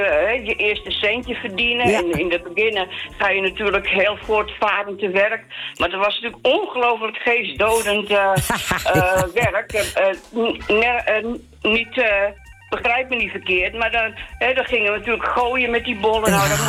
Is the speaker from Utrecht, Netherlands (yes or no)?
no; Heemskerk, North Holland, Netherlands; now in Friesland, Netherlands; Ik woonde toen de tijd in mijn jeugd in Heemskerk.